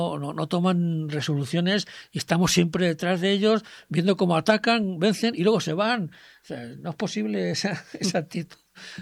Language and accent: Spanish; Spain; para mí como español